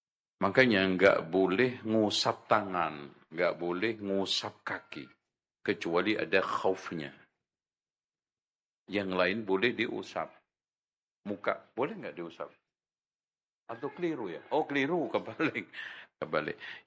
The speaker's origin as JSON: {"language": "Indonesian", "town": "Lamongan", "region": "East Java", "country": "Indonesia", "tie": "born or raised there", "said": "Itu kampung gue itu."}